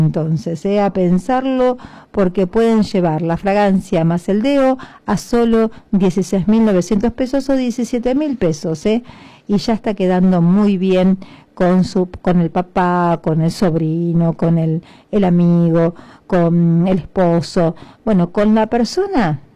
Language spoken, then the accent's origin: Spanish; Argentina